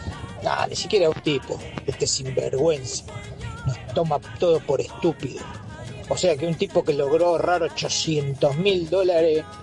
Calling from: Tandil, Buenos Aires Province, Argentina; de Tandil

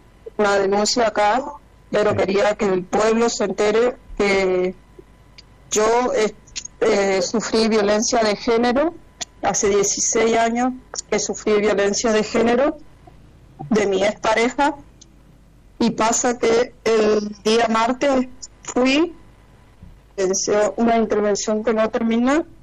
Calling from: General José de San Martín, Chaco, Argentina; De General José San Martín, Chaco.

